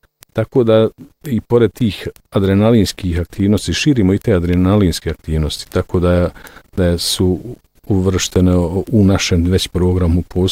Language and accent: Serbian; Doboj, Republika Srpska, Bosnia & Herzegovina; Da, ja sam iz Doboja i većina ovih ljudi ovdje u klubu je iz Doboja